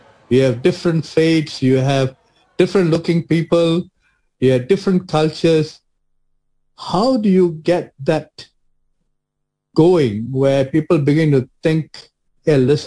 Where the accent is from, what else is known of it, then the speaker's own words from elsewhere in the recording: Malaysia; now in Wellington, New Zealand; growing up in Malaysia, I had friends who were Chinese. I had friends who were Buddhists. I had friends who were Tamils. I had friends who were Hindus. I had friends who were Christians. I went to a Christian school.